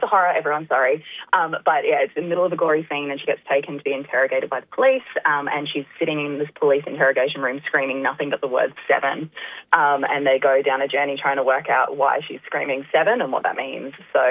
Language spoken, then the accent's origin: English; St Kilda, Victoria, Australia; You know, I grew up in St Kilda. It's my local festival.